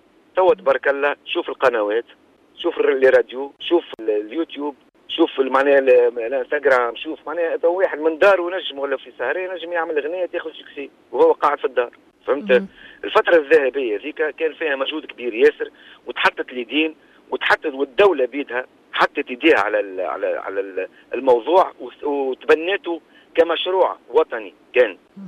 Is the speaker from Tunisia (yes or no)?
yes; Tunisia; وانا كمواطن تونسي